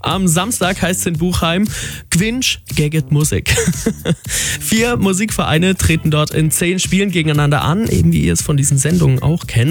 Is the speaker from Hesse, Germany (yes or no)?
no; Schallstadt-Wolfenweiler, Baden-Württemberg, Germany; Es geht in meine Heimat nach Schallstadt-Wolfenweiler.